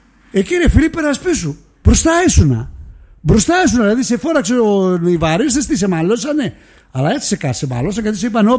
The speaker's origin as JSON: {"language": "Greek", "town": "Thessaloniki", "region": "Central Macedonia", "country": "Greece", "accent": "Thessaloniki", "said": "θα καταλάβουν ότι είμαι από Θεσσαλονίκη με την προφορά, με καταλαβαίνουν με τη μία στην Αθήνα."}